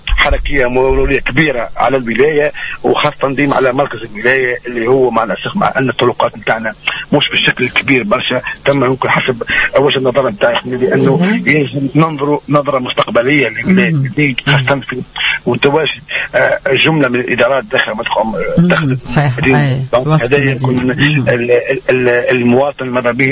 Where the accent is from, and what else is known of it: Tunisia